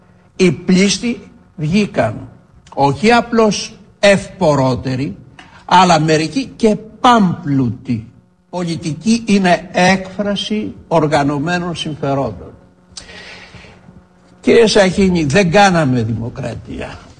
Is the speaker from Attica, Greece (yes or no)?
no; Mani, Peloponnese, Greece